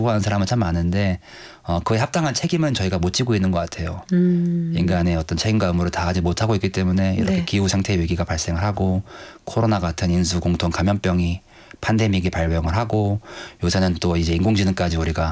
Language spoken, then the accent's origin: Korean; South Korea